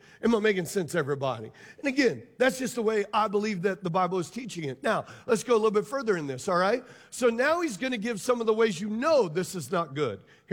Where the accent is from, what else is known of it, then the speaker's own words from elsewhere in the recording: Louisiana, United States; I come from Louisiana, where if you can catch it and kill it and it doesn't eat you, you can eat it.